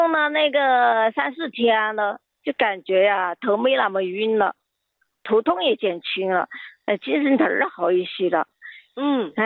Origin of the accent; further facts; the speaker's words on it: Chongqing, China; 哎，我是重庆的，